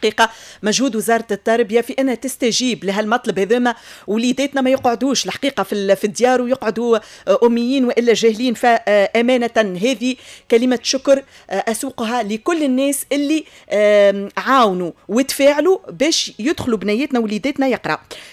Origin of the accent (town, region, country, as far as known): Tunisia